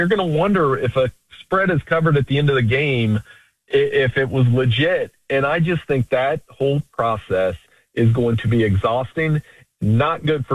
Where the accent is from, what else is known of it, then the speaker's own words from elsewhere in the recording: Ohio, United States; You know, I grew up in Central Ohio. When you grew up in Central Ohio, you learn how to play baseball like Pete Rose.